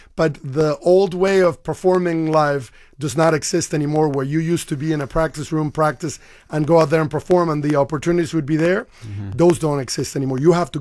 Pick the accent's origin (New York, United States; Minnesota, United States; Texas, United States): New York, United States; now in Columbus, United States; because as a New Yorker, of course, who doesn't miss the New York life and the excitement and the hustle bustle of every day in New York?